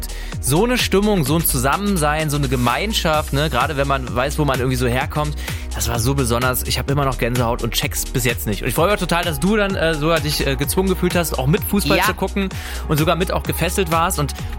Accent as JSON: {"language": "German", "town": "Hoyerswerda", "region": "Saxony", "country": "Germany", "said": "Ich bin ja Lausitzer, ich komme ja aus Hoyerswerda"}